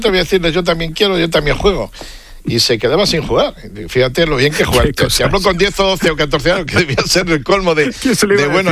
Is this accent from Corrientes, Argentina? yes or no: no; Buenos Aires, Argentina; Entonces allí, cuando era chaval, caían por Buenos Aires algunos ítalo-norteamericanos que venían quemados de gángsters y se instalaban